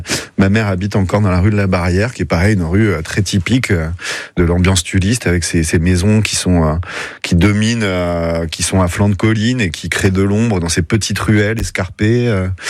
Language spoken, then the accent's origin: French; Tulle, Nouvelle-Aquitaine, France; Moi, j'ai grandi à Tulle, en Corrèze.